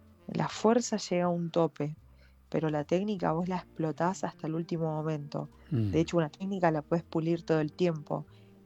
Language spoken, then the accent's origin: Spanish; Argentina